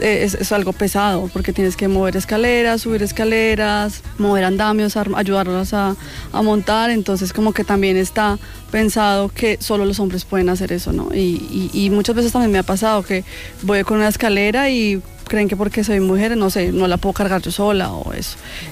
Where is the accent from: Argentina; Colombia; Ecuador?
Colombia; moved away as an adult; now in Spain; yo soy migrante, yo soy colombiana, llevo 10 años acá